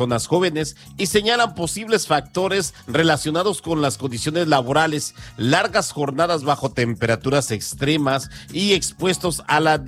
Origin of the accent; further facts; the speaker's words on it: Mexico; nosotros como mexicanos nos sentimos orgullosos.